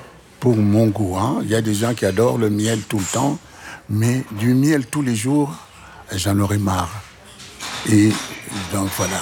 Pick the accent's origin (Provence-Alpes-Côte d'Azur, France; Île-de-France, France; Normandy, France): Île-de-France, France; Paris; Aujourd'hui, moi, je suis parisien. J'ai des amis marseillais.